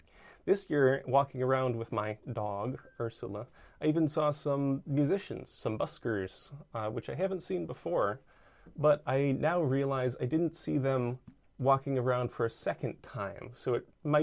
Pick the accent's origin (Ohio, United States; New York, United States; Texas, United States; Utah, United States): Ohio, United States; Bowling Green; happening right now down in Bowling Green, Ohio, my hometown, or at least my current place of residence.